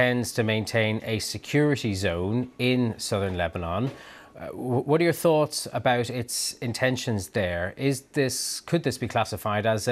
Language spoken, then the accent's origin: English; Dublin, Leinster, Ireland; my hometown of Dublin